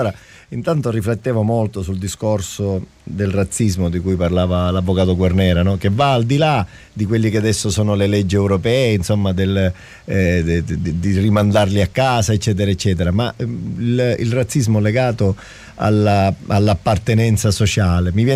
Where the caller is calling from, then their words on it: Catania, Sicily, Italy; Quante volte in mente nostra, come catanesi, abbiamo detto